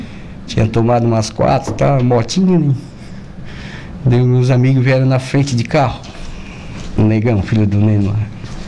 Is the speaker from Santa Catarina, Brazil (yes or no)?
yes; Araranguá, Santa Catarina, Brazil; eu nasci aqui em Aranguá, né? A mãe também